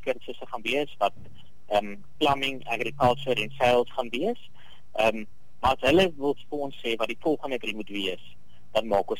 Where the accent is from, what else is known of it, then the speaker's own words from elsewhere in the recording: Oudtshoorn, Western Cape, South Africa; So, ek het self groot geword in Oudtshoorn. En ja, het een groot hart vir die klein Karoo